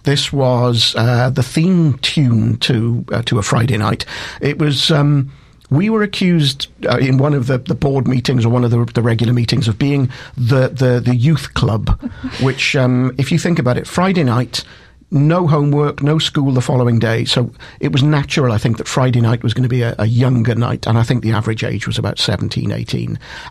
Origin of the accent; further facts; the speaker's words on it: Swansea, Wales, United Kingdom; also born or lived in Lampeter; So even though I was born in Lampeter, basically Dad's work had gone. So we moved to Swansea when I was three. So grew up in Swansea.